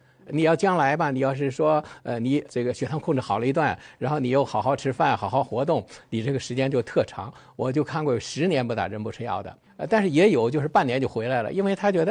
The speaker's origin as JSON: {"language": "Chinese", "country": "China"}